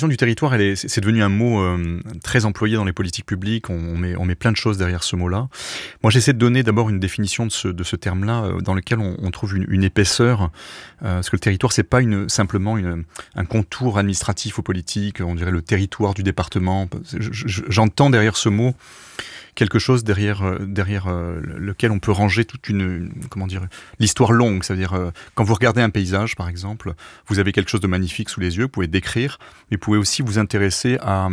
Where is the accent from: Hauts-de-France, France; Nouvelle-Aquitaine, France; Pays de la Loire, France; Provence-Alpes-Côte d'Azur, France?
Provence-Alpes-Côte d'Azur, France; Marseille; born there; moi je suis né à Marseille, de parents qui étaient eux-mêmes nés en Tunisie, et qui sont arrivés en France au début des années 60